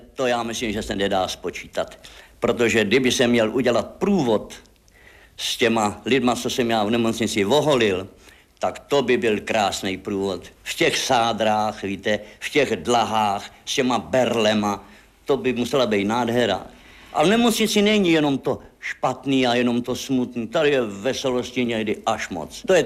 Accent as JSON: {"language": "Czech", "town": "Komářice", "region": "South Bohemian Region", "country": "Czechia", "said": "Já jsem z Komářic"}